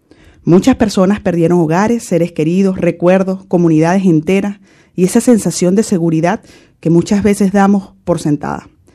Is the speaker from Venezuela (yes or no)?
yes; Venezuela; Como venezolana sentí la necesidad de hacer una pausa.